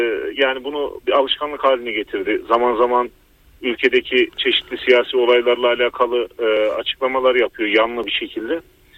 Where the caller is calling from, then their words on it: Konya, Turkey; Ben Konya'dan arıyorum.